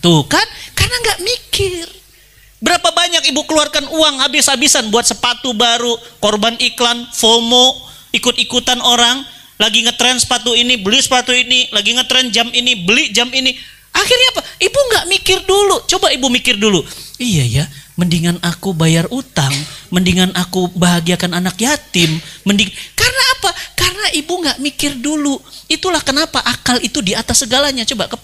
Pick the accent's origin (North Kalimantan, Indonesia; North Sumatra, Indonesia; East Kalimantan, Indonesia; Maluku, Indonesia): North Sumatra, Indonesia; Medan; bapak saya Sumedang, Sunda, ibu saya Jawa, saya lahir dan besar di Medan.